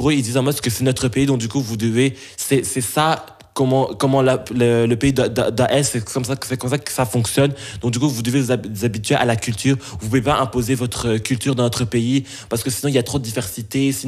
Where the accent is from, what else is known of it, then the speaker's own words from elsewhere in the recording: Belgium; born there; je suis belge, je suis né en Belgique